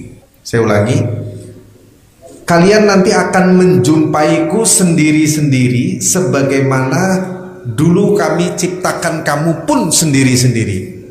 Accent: Lamongan, East Java, Indonesia; Saya dari Lamongan, menurut saya Lamongan itu tidak jauh.

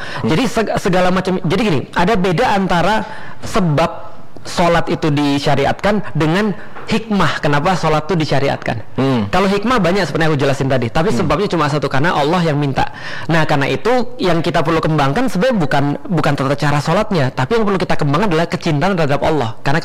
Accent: Palembang, South Sumatra, Indonesia; moved away; Nah, di Palembang dulu tempat aku gede

